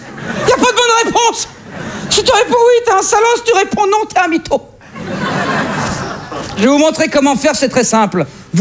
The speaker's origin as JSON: {"language": "French", "region": "Hauts-de-France", "country": "France", "tie": "born or raised there", "lives_now": "Paris, France", "said": "Facile, j'ai grandi dans le Nord."}